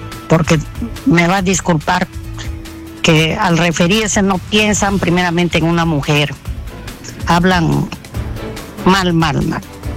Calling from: Pucallpa, Ucayali, Peru; Le estoy llamando de Pucallpa.

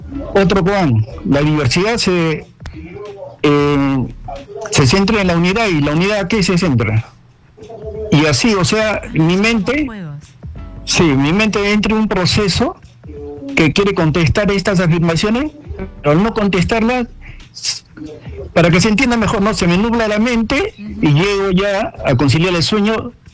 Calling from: Huacho, Lima, Peru

